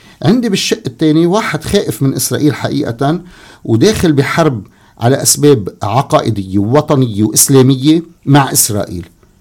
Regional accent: Lebanon; خلينا نشتغل مع بعضنا البعض كلبنانيين

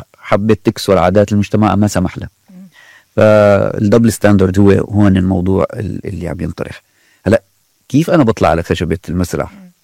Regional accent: Syria; نحن شعب سوري واحد

